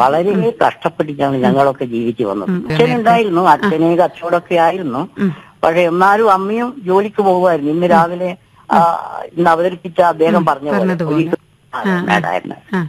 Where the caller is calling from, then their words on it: Irikkur, Kerala, India; ഇരിക്കൂർ ആയിപ്പുഴയിൽ നിന്ന്.